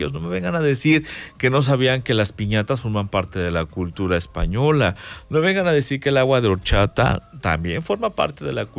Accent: Mexico

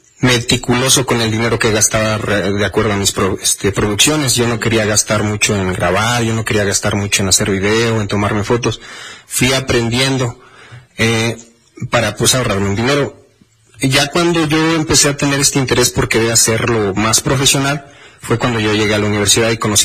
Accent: Libres, Puebla, Mexico; Yo en lo personal, como crecí en Libres, me gusta el clima de acá. Yo no aguanto ni mucho calor ni tantísimo frío. Yo creo que el Libre es muy bonito para vivir, es muy intermedio en el clima.

